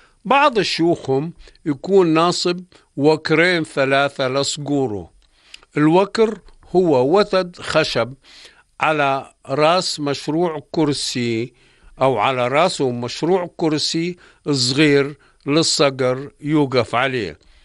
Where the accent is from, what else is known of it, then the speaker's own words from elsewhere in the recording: Jordan; عندنا بالأردن